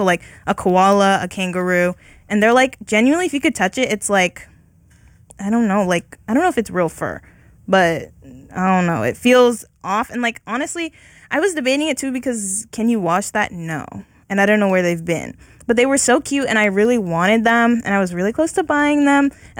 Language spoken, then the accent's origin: English; San Diego, California, United States; moved away; first I went back to San Diego, my hometown